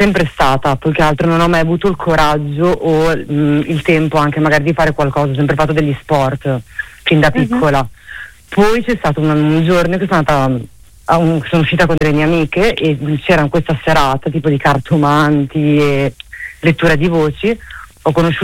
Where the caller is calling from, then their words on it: Bologna, Emilia-Romagna, Italy; Sono da Bologna, vi chiamo da Bologna io.